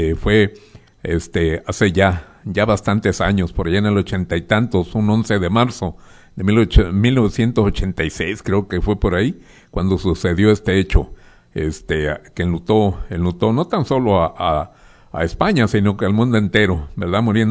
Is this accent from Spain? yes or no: no; Tequilita, Nayarit, Mexico; Tequilita, pues como yo. Un abrazo a mis amigos de Tequilita, de Cuastecomate y tantos lugares que hay ahí.